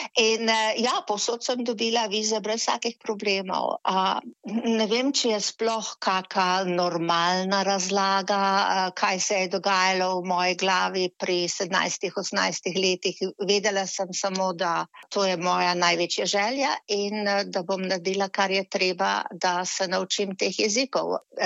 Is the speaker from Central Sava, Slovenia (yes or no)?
no; Šoštanj, Savinja, Slovenia; moved away as an adult; also born or lived in Svečina / London / Paris / Sydney; now in Queensland, Australia; rodila sem se pred 76 leti v Šoštanju in tam končala osnovno šolo